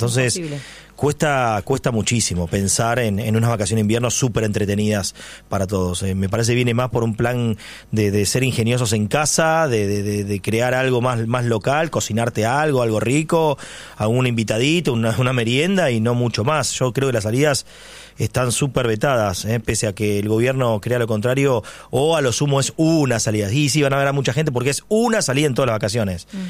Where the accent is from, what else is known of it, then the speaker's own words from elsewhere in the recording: Argentina; somos hijos de españoles.